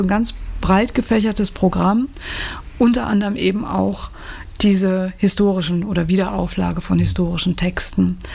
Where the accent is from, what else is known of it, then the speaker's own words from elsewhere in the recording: North Rhine-Westphalia, Germany; Ich meine, ich bin ja nun auch ein Kind des Ruhrgebietes.